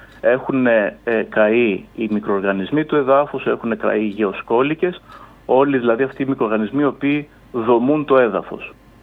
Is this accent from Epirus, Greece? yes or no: no; Crete, Greece; Έχουμε αυτή τη στιγμή στην Κρήτη, την πατρίδα μου, στα Χανιά, στις Άνω Βούβες, ένα δέντρο